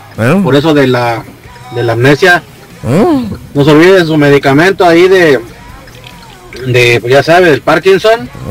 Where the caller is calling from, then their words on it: Mexico; Un fuerte abrazo de aquí de la colonia Francisco y Madero.